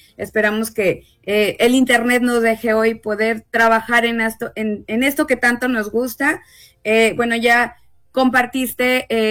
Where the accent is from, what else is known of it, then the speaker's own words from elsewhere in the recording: Mexico; nosotros como buenos mexicanos en este mes patrio